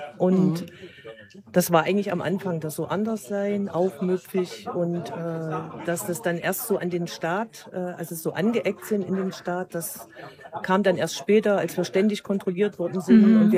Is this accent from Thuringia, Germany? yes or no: yes; Weimar, Thuringia, Germany; ich bin aus Weimar.